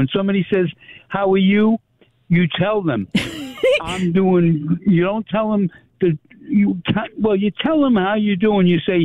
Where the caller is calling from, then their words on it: Levittown, United States; I'm calling from Levittown.